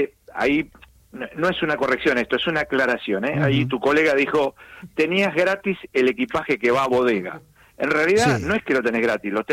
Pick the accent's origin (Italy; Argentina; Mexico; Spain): Argentina; soy argentino yo también